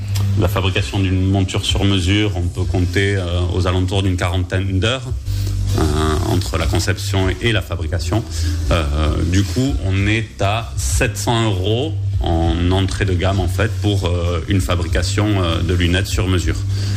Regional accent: Toulouse, Occitanie, France; Je suis toulousain depuis toujours

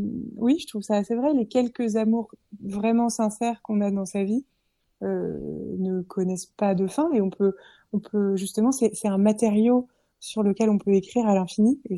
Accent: Briançon, Provence-Alpes-Côte d'Azur, France; je viens de Briançon dans les Hautes-Alpes, donc très loin de la mer, enfin, relativement loin de la mer, en tout cas très loin de l'océan.

